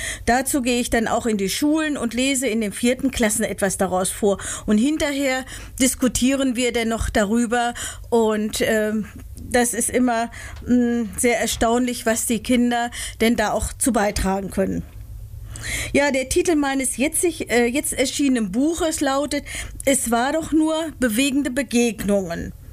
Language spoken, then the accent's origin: German; Hildesheim, Lower Saxony, Germany; Ich liebe meine Heimatstadt und bin hier tief verwurzelt. Der Wiesenberg, Steinberg, Galgenberg, die Jakobikirche, das sind alles Kulissen in den Geschichten.